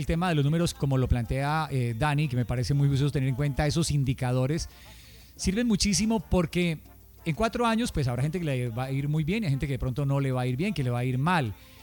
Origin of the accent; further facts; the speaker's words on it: Colombia; somos los mismos colombianos